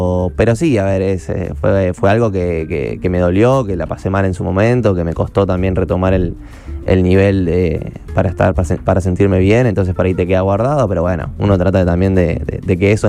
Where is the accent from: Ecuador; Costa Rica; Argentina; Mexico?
Argentina; nosotros somos muy argentinos